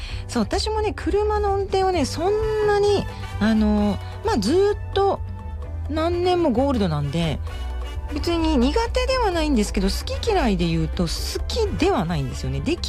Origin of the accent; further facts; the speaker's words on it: Tokachi, Hokkaido, Japan; also born or lived in Sapporo, Hokkaido / Shihoro, Hokkaido; 十勝で生まれ、十勝と札幌で育った私、